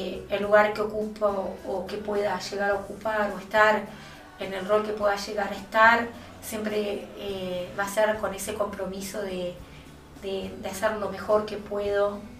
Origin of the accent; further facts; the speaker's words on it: Pan de Azúcar, Maldonado, Uruguay; cuando me refiero a Maldonado me refiero a departamento, porque yo soy Pan de Azúcar, Piriápolis, San Carlos